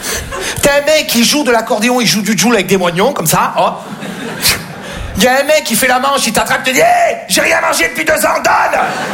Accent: Marseille, Provence-Alpes-Côte d'Azur, France; j'ai grandi à Marseille. Marseille, c'est une ville incroyable.

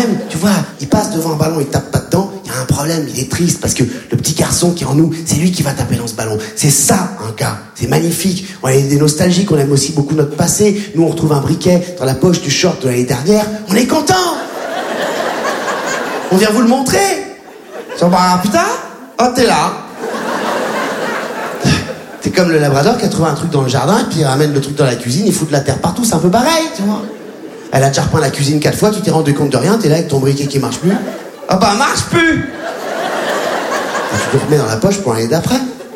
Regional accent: Réunion, France; born or raised there

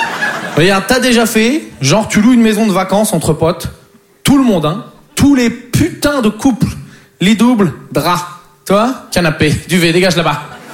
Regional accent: Poitiers, Nouvelle-Aquitaine, France; Mais moi, en plus, je viens de Poitiers, donc faut s'occuper.

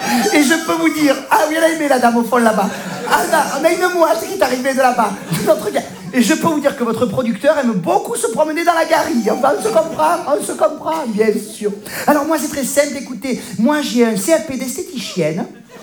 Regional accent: Provence-Alpes-Côte d'Azur, France

